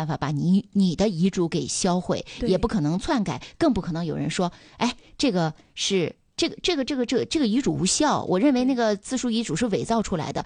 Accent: China

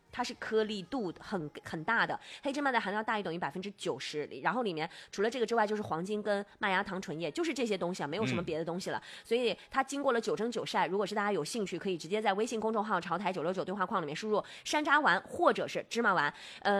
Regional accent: China; 我们中国人讲说它就是黑色为水嘛，

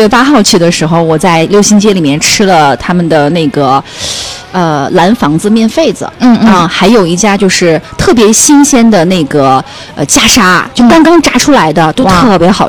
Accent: Changji, Xinjiang, China; 我们可能小时候在昌吉吃凉皮的那种感觉。

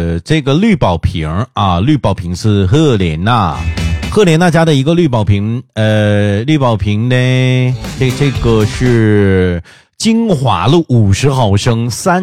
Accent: Northeast China, China; 不是台北的，是东北的。

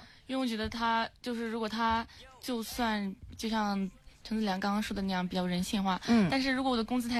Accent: Feidong County, Anhui, China; 我们家那边跟蚌埠也差不多，是个小县城

